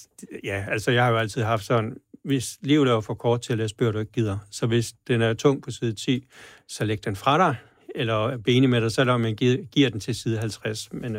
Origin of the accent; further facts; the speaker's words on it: Djursland, Central Denmark Region, Denmark; da jeg voksede op på Djursland og var en lille dreng.